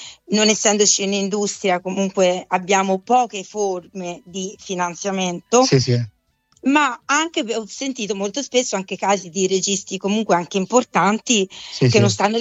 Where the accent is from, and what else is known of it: Prato, Tuscany, Italy; born or raised there